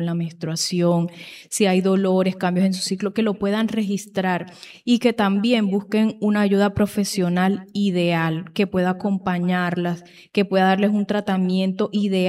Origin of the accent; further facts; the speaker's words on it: San Juan del Cesar, Cesar, Colombia; traer este mensaje a San Juan, a mi tierra